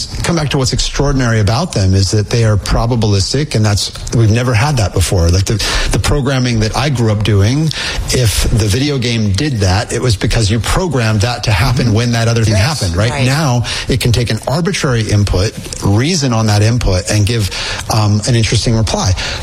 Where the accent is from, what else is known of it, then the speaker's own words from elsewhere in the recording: Indiana, United States; I'm a skateboarder from Indiana.